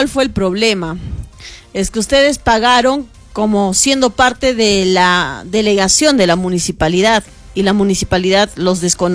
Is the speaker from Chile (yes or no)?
no; Arequipa, Peru; Los del Valle de Tambo queremos participar en el Corso de Arequipa. También somos de Arequipa, de la región Arequipa